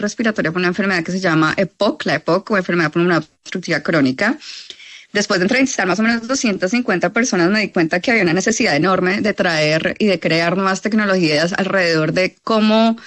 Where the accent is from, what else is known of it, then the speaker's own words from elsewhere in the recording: Neiva, Huila, Colombia; yo recluto a mi esposo, que es otro colombiano, yo soy de Neiva, Huilense, lo conozco en Boston en el 2007